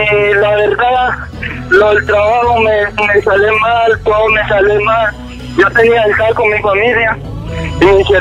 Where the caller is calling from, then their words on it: Medellín, Antioquia, Colombia; yo soy de Medellín.